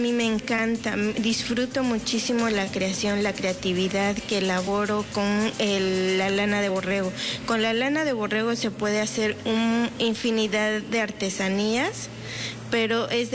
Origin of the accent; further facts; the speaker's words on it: Teotitlán del Valle, Oaxaca, Mexico; first language Zapotec; Spanish is a second language; soy artesana textil de Teotitlán del Valle, orgullosamente. Hablo de mi pueblo y hablamos una lengua materna que es el zapoteco.